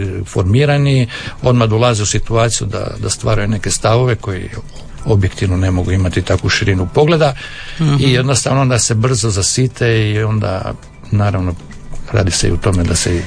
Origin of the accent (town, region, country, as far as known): Pula, Istria County, Croatia; born there